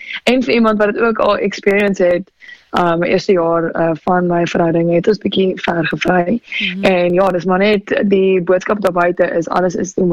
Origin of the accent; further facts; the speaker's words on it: Pretoria, Gauteng, South Africa; moved away as an adult; now in Cape Town, South Africa; Ek is in die Kaap, vars in die Kaap eintlik, nie meer so vars, ek kom eindelijk van Pretoria af, maar ja, ons het onlangs Kaap toe getrek